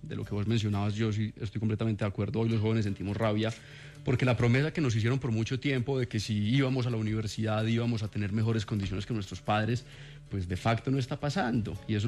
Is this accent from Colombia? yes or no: yes; Medellín, Antioquia, Colombia; born there